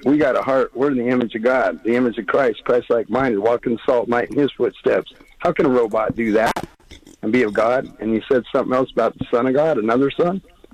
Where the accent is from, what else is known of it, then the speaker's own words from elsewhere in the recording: Las Vegas, Nevada, United States; now in San Diego, United States; I've been here 53 years in San Diego. I grew up in Vegas, born in 60, so I'm 66.